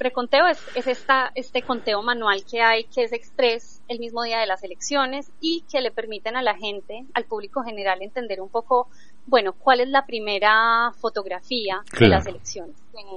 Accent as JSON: {"language": "Spanish", "country": "Colombia", "moved": "as an adult", "lives_now": "Argentina", "said": "a mí, por ejemplo, como colombiana, te cuento un dato. Me impresionó mucho cuando llegué acá a Argentina hace un año y medio"}